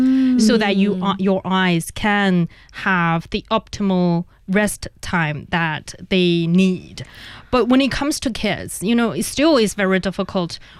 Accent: Inner Mongolia, China; Yeah, I'm from Inner Mongolia.

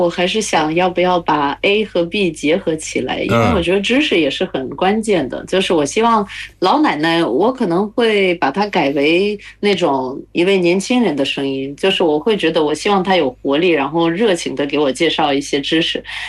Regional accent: Latvia; Chinese is a second language; now in China; 我是来自拉脱维亚的

